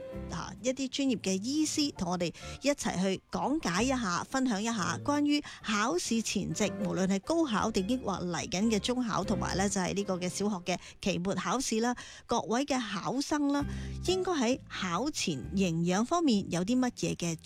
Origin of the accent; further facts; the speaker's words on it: Guangdong, China; 我哋广东人